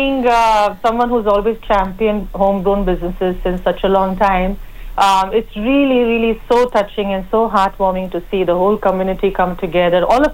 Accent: India; growing up in India

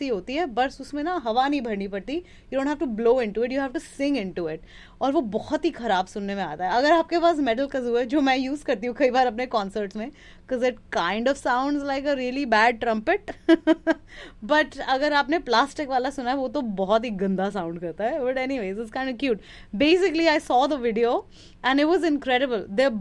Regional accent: West Bengal, India; वैसे मैं जिस फैमिली से बिलोंग करती हूँ, we are not outright musical family, लेकिन बंगालीज हैं, म्यूजिक चलता रहता है

